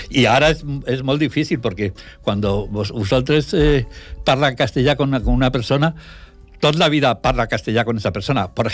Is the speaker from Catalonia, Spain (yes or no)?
no; Madrid, Community of Madrid, Spain; Catalan is a second language; Jo sóc de Madrid, tinc 77 anys, estic casat con un català.